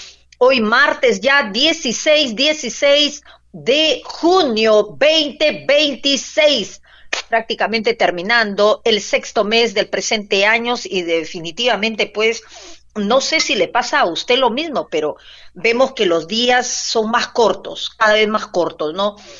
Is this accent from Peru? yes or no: yes; Peru; born there; soy peruana, de verdad me siento feliz de haber nacido en esta tierra hermosa como es el Perú